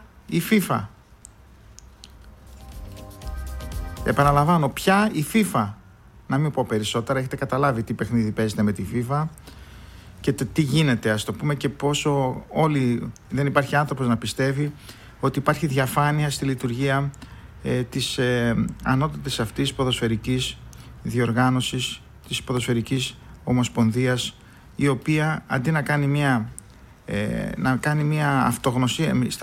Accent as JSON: {"language": "Greek", "country": "Greece", "said": "σαν φίλαθλος του ΠΑΟΚ και σαν Έλληνας που αγαπά την πατρίδα"}